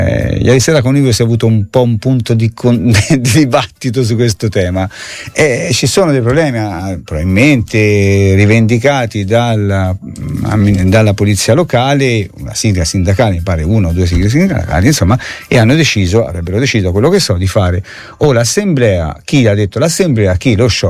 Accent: Rigutino, Tuscany, Italy

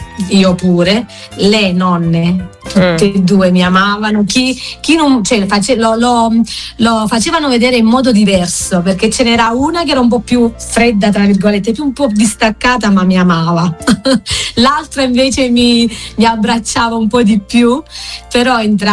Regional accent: Calabro-Lucano area, Italy; accent: Calabro-Lucano dialect; io, per esempio, canto in calabro lucano, è una cosa molto importante perché mi lega proprio alla mia terra, alla quale sono profondamente appunto legata e la amo

